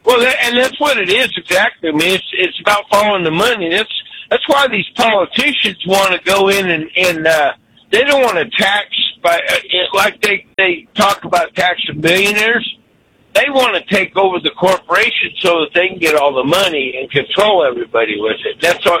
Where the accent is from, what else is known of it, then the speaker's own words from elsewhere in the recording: Colorado, United States; moved away; But, it was like that all the years I grew up in Colorado. They had that kind of stuff, and they were really starting to get hardcore on it out there when we left back in the early 90s.